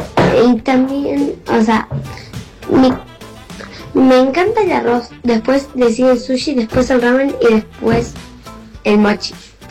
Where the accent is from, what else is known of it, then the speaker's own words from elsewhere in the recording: Buenos Aires, Argentina; Hola Latina … soy de acá de Buenos Aires y nos escucho todos los días.